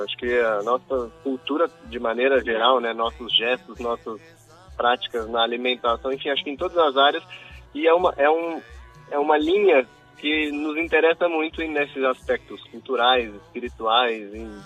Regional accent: São Paulo, Brazil; Nós somos da capital, São Paulo. E eu fui nascido e criado na capital.

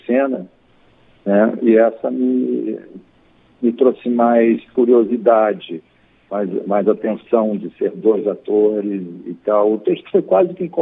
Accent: Mesquita, Rio de Janeiro, Brazil; Sou de Mesquita, Nova Iguaçu, na época que Mesquita ainda era um distrito de Nova Iguaçu.

